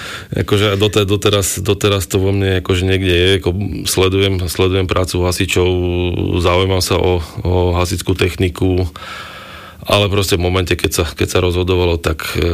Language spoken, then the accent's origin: Slovak; Trenčín, Trenčín Region, Slovakia; Ako dieťa som bol v podstate stále v okne. To boli v podstate koniec 80. rokov, začiatok 90. rokov